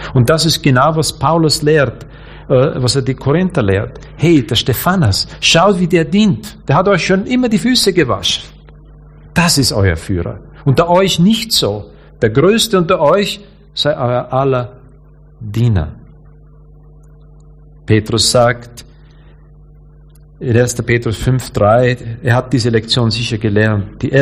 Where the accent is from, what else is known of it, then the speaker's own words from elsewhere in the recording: Austria; Wie gesagt, ich komme aus Österreich. Dort führt uns die römisch-katholische Kirche das bis zur Perfektion vor.